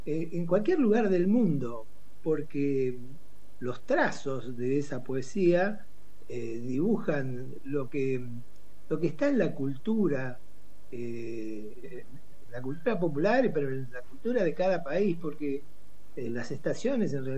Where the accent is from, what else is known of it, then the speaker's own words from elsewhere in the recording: Argentina; lo que somos los argentinos, los latinoamericanos